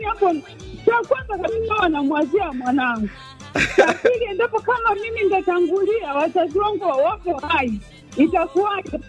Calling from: Dodoma, Tanzania

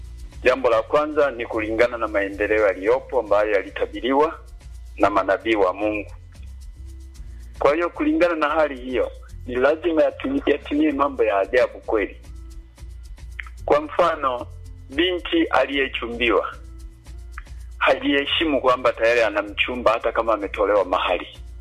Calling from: Tanzania

